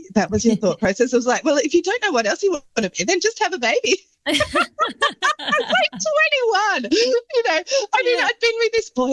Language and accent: English; Launceston, Tasmania, Australia; I knew that they didn't want me to say where I lived, which is Launceston.